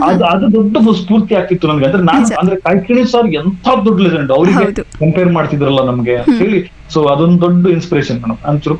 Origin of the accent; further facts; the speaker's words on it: Thirthahalli, Karnataka, India; born there; ನಾನೇ ನಮ್ಮೂರಲ್ಲೇ ಶೂಟ್ ಮಾಡಿದ್ದು, ಅದು ತೀರ್ಥಹಳ್ಳಿ ಸುತ್ತಮುತ್ತಲೇ ಶೂಟ್ ಮಾಡಿದ್ದು.